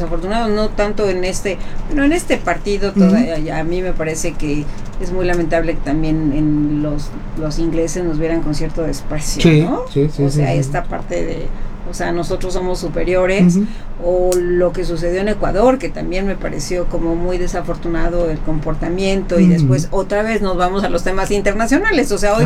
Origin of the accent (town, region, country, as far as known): Mexico